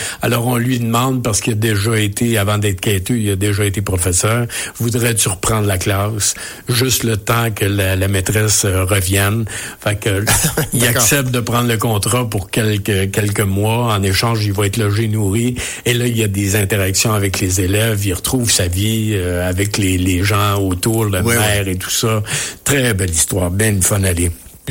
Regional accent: Quebec, Canada; on est originaire de la Beauce, bon. Les deux.

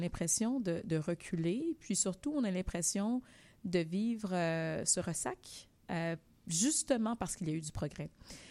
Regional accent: Quebec, Canada; Nous sommes Québécois maintenant depuis quelques générations, donc nous voulons aussi l'occuper, cet espace public-là.

